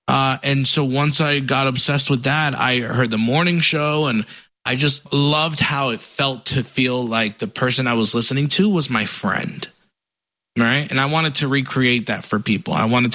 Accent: Paterson, New Jersey, United States; I grew up in New Jersey, in Paterson, New Jersey. It was a really a decent-sized city, full of a lot of culture.

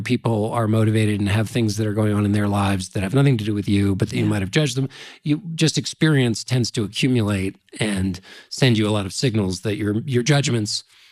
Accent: Washington, District of Columbia, United States; I'm from Washington, D.C. There are no horses, only asses.

